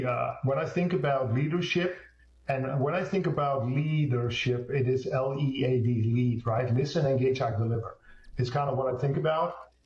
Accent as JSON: {"language": "English", "region": "eastern Netherlands", "country": "Netherlands", "second_language": "English", "said": "I hail originally from the Netherlands, the eastern side, close to the German border."}